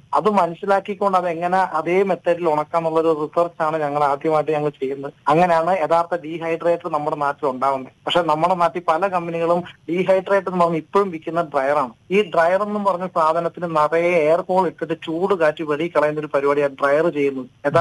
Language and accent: Malayalam; Kanjikuzhi, Kerala, India; born there; നമ്മുടെ നാട്ടിലൊക്കെ ആലപ്പുഴ കഞ്ഞിക്കുഴി അറിയാവുന്ന ഒരു ഏരിയയാണല്ലോ ഏറ്റവും കൂടുതൽ അഗ്രികൾച്ചർ ആൾക്കാരുള്ള ഏരിയയാണ് കഞ്ഞിക്കുഴി.